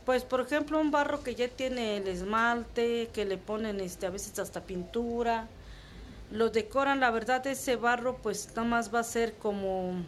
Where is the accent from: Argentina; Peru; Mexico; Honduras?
Mexico; Oaxaca; No he salido de mi pueblo, ahí sigo, porque hay algunos que sí emigran. Pero yo desde que nací ahí me quedé con mi papá, mi mamá